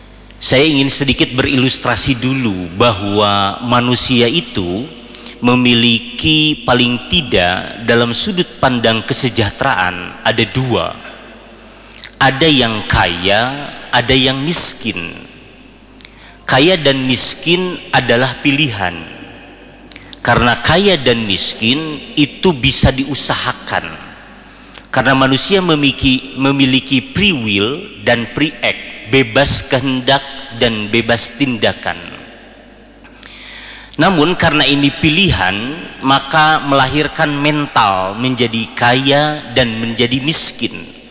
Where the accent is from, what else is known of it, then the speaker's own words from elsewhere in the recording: Bandung, West Java, Indonesia; saya dari Bandung, yang tentu ini adalah kali pertama saya menginjakan di Aceh